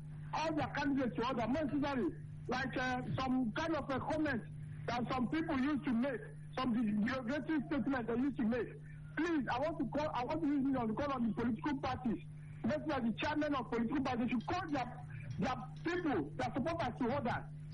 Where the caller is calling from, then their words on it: Niger State, Nigeria; I'm calling from Biga, Niger State.